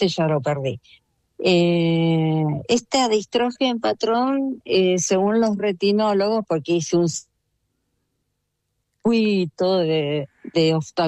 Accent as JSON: {"language": "Spanish", "town": "José C. Paz", "region": "Buenos Aires Province", "country": "Argentina", "tie": "born there", "lives_now": "San Miguel, Argentina", "said": "No, yo nací en José C. Paz, pero viví en varios lugares porque mi marido es militar, ahora está retirado."}